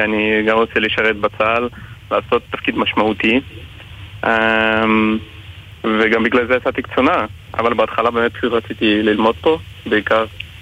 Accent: Ukraine; now in Israel; עולה חדש מאוקראינה. עליתי לפני כ-4 שנים במסגרת נעלה.

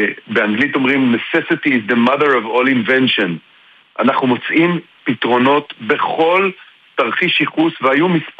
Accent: Tel Aviv, Tel Aviv District, Israel; now in Hila, Israel; אני במקור מהמרכז, אני במקור מתל אביב.

